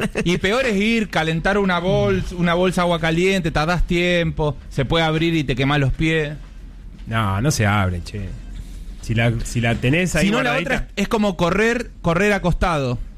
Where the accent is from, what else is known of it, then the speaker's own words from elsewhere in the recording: Neuquén, Argentina; Yo soy neuquino y allá es más seco.